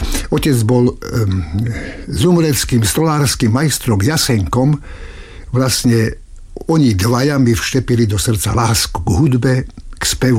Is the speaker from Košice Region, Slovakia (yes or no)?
yes; Strážske, Košice Region, Slovakia; moved away; pochádzam zo Strážskeho, z malebného východoslovenského mestečka